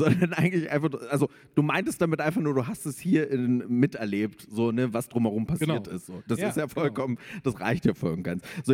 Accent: East Germany, Germany; born there; moved away; Ich habe die Baseballschlägerjahre miterlebt, ich bin Ossi of Color, ich habe mehr und mehr Angst, in ländliche Räume, in meine Heimat zurückzugehen.

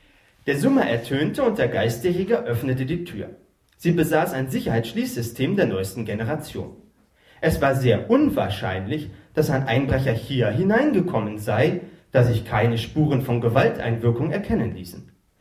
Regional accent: Erfurt, Thuringia, Germany; also born or lived in Greifswald

